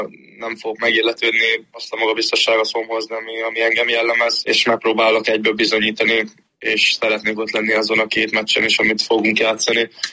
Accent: Hungary; moved away; Természetesen nagyon fontos a hazám. Szeretem Magyarországot, ott nevelkedtem, úgyhogy minden szál oda fűz.

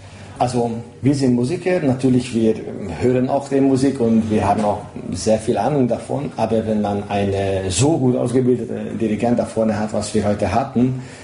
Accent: Mohács, Baranya, Hungary; now in Düsseldorf, Germany; Ich bin hier in Mohacs aufgewachsen, wie nämlich 90% von dem Band.

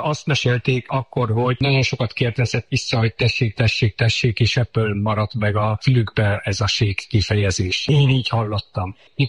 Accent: Budapest, Hungary; Utána én fölnőttem a budavári gyülekezetbe

